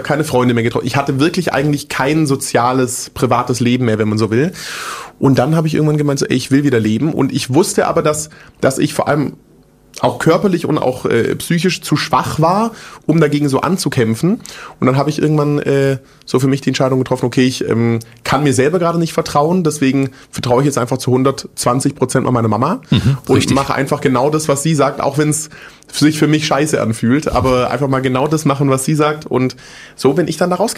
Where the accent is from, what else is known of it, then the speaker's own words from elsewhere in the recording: Großbottwar, Baden-Württemberg, Germany; also born or lived in Stuttgart / Frankfurt; Ich bin in Stuttgart geboren, bei so einem Kaff aufgewachsen, das heißt Großbottwar. Also will ich da wohnen, was wohnen da 10.000, 15.000 Leute vielleicht. Bin da mit meiner Family groß geworden, bis ich 10 war.